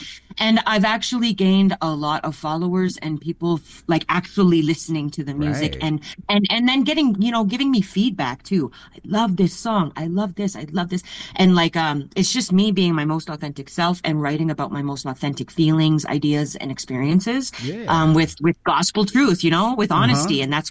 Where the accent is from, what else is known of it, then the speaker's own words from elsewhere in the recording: Big Stone Cree Nation, Alberta, Canada; Treaty 8, Utsinia, Big Stone Cree Nation, Utsinia. I'm originally from Big Stone Cree Nation in northern Alberta.